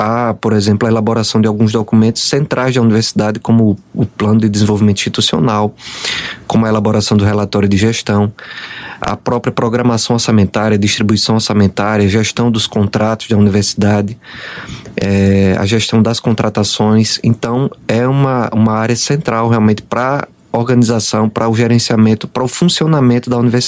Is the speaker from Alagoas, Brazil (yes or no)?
yes; Alagoas, Brazil; moved away as an adult; now in Maceió, Brazil; Tenho orgulho também das minhas origens. Eu sou do interior mesmo, de Alagoas. Eu sou de um povoado, né, chamado Peleve, que muita gente conhece.